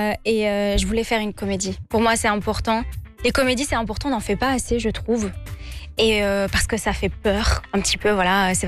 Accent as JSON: {"language": "French", "country": "Belgium", "said": "on est belge. On a des nationalités, il y en a qui ont grandi en Belgique, qui sont nés en Belgique, enfin voilà, on vient de partout de l'Occident, et puis en fait on a des racines maghrébines"}